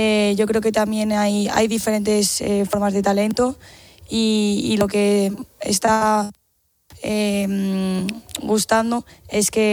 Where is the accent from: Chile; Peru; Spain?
Spain; Madrid, Community of Madrid; Eso es. Yo soy de Madrid.